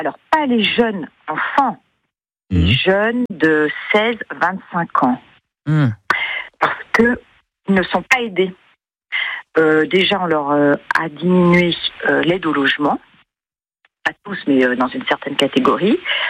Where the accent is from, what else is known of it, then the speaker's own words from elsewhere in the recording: France; Je parle également en tant que Française